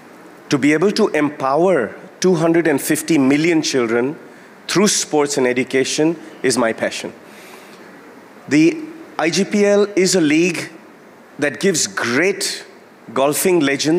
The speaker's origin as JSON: {"language": "English", "town": "Kolkata", "region": "West Bengal", "country": "India", "tie": "born or raised there", "said": "Because I was born and brought up in Calcutta, supporting the Calcutta team."}